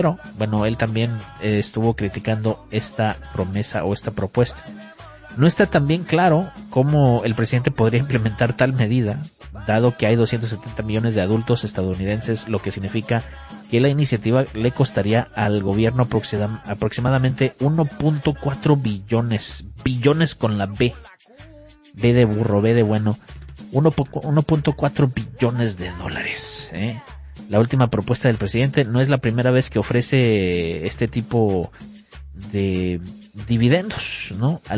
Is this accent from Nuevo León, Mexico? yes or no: yes; Monterrey, Nuevo León, Mexico; Y es que yo soy de Monterrey, ahí le decimos chorro.